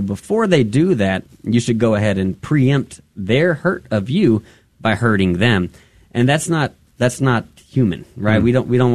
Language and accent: English; United States; we as American citizens have been entrusted with quite a bit. And we as Catholics have been entrusted with so much more.